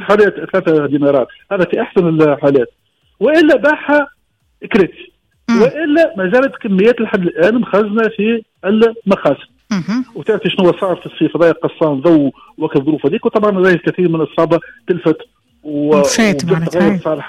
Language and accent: Arabic; Tunisia; بإمكاننا في تونس نفرح